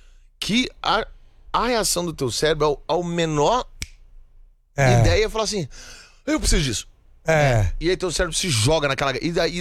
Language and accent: Portuguese; Brasília, Federal District, Brazil; born there; accent: mixed Recife; Eu nasci em Brasília, porque meu pai é bancário. E aí eu e minha irmã nascemos em Brasília. Mas eu já ia pra Recife todas as férias, assim. Sempre tive família lá. Então meu sotaque ficou meio misturado.